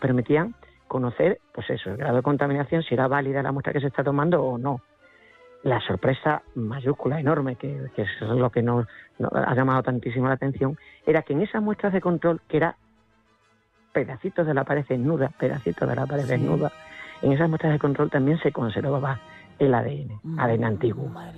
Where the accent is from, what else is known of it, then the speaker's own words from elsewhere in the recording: Extremadura, Spain; casi tanto más calor que el que hace en mi tierra aquí en Extremadura